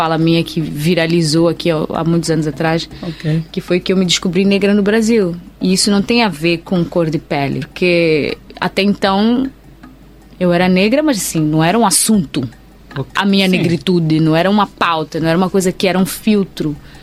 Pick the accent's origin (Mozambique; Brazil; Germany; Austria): Mozambique; É muito interessante isso, que mesmo sendo moçambicana, tem muita coisa sobre a minha cultura que eu não sei.